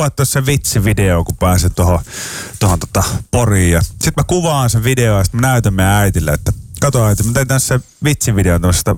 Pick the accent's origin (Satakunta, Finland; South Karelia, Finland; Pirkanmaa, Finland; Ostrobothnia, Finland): Satakunta, Finland; Pori; mä oon tämmönen porilainen huumoriveikko.